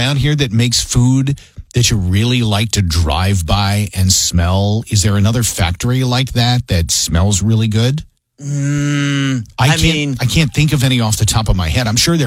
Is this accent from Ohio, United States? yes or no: yes; Orrville, Ohio, United States; I grew up in Orrville. You could smell Smucker's, right?